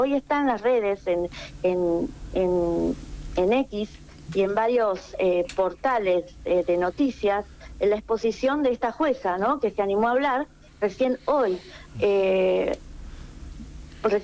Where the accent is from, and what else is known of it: Argentina